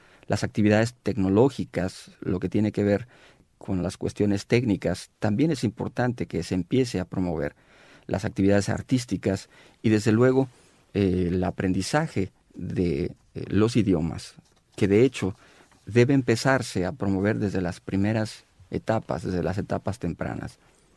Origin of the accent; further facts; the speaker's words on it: Mexico; En nuestro país, en mi país, el país de México